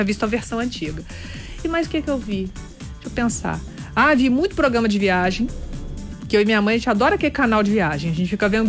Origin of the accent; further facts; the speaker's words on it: Brazil; como boa brasileira teimosa que sou.